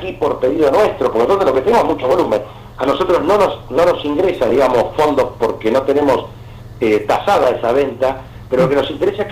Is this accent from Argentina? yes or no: yes; Argentina; que diversos somos los argentinos